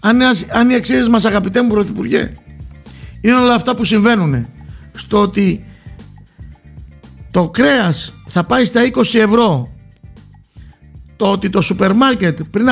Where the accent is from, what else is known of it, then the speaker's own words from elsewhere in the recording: Macedonia, Greece; Για μας εδώ στη Βόρεια Ελλάδα, για μας εδώ που λεγόμαστε Μακεδόνες στη Βόρεια Ελλάδα